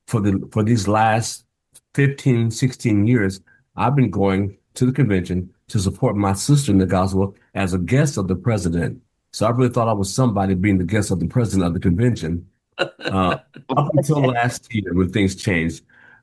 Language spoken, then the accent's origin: English; St. Louis, Missouri, United States; And so I'm from St. Louis.